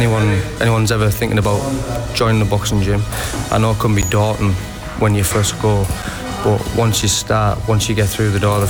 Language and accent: English; Trimdon, North East England, United Kingdom; I'm from Trimnan Village in County Durham